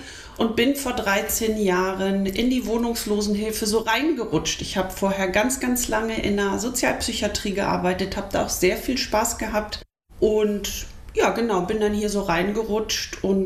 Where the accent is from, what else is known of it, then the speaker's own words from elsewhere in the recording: Ostenholz, Lower Saxony, Germany; Ich bin auf dem Dorf aufgewachsen.